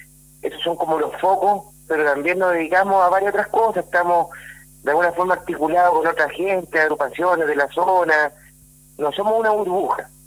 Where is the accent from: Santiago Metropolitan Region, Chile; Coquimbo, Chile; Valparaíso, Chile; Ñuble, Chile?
Valparaíso, Chile; Cabildo; moved away as an adult; estoy hace ya 13 años viviendo por acá, me vine de Valparaíso, de hecho, para acá, Cabildo. Yo soy cabildano, nací en Valparaíso, me crié en Cabildo toda mi vida, entonces siempre tuve la intención de devolverme a mi tierra, a la tierra llama, como se dice. Llegué, estoy hace 13 años, el 2013 llegué por acá